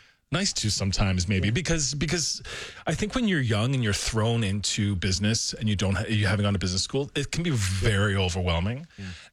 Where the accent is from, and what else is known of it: Newfoundland and Labrador, Canada